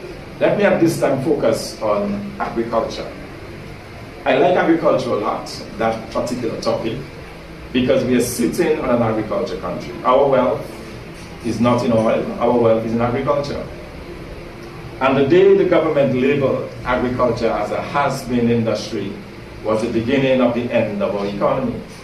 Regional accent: Dominica; I come from the Dashen belt, a village of Grand Fort

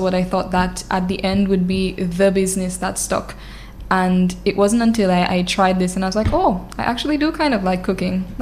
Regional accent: Dominica; I'm from Tarashpit.

